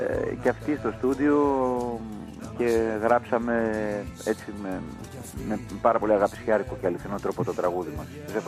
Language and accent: Greek; Greece; και οι προσλαμβάνωσεις που έχουμε και ως Έλληνες γενικότερα στα ακούσματά μας και η παράδοσή μας.